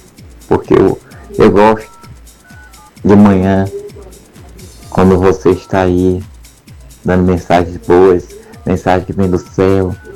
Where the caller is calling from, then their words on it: Conceição da Almeida, Bahia, Brazil; aqui que eu sou da Almeida